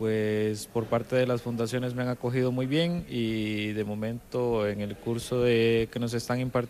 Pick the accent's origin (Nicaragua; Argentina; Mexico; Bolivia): Nicaragua; now in Spain; Bueno, la mayoría de herramientas y eso, como nicaragüense, las conozco la mayoría